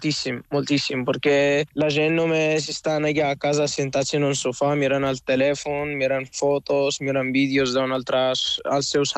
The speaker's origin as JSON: {"language": "Catalan", "country": "Morocco", "moved": "yes", "said": "Una mica sí. Com a migrant marroquí, sí, sincerament."}